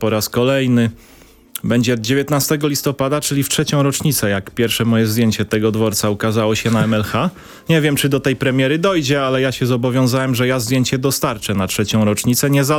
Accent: Rzeszów, Subcarpathian Voivodeship, Poland; born there; Ja mieszkam w Rzeszowie od 37 lat z przerwami. Pierwsze 7 lat spędziłem gdzie indziej, pod Rzeszowem.

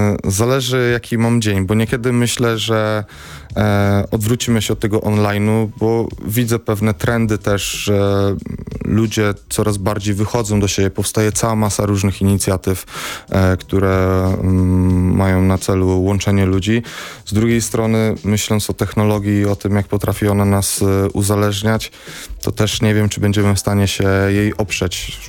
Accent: Gdańsk, Pomeranian Voivodeship, Poland; Bo my jesteśmy z Gdańska, więc najczęściej przychodzimy na strefy spotkań w Gdańsku.

